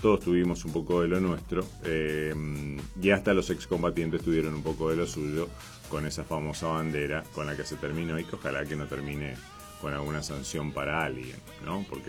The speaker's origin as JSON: {"language": "Spanish", "country": "Argentina", "said": "haya cosas que se escriban y que se digan en la Argentina porque somos argentinos"}